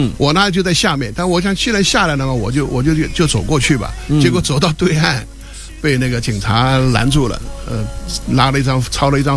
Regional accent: Shanghai, China; 我上海的。

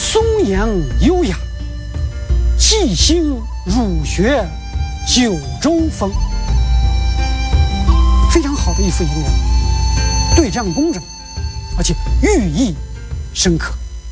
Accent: Henan, China; 我们河南人都爱说中

